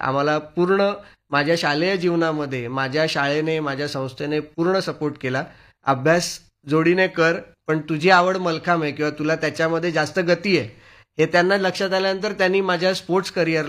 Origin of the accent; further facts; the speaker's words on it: Mumbai, Maharashtra, India; मी बोरिवलीमध्ये सुविद्या प्रसारक संघाच्या सुविद्यालय या शाळेमध्ये लहानाचा मोठा झालो